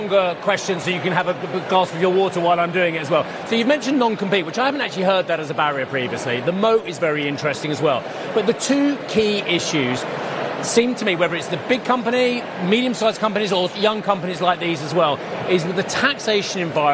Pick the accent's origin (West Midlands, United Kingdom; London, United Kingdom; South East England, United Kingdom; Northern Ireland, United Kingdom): London, United Kingdom; I'm a soft southerner. I'm a Londoner.